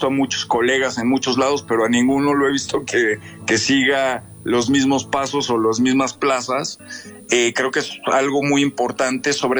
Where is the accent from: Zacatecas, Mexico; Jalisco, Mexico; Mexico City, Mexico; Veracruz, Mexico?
Mexico City, Mexico; born there; now in Aguascalientes, Mexico; mi madre es de aquí de Aguascalientes, yo nací en la Ciudad de México, pero bueno, pues tengo mucho cariño, ya tengo varios años viviendo aquí en Aguascalientes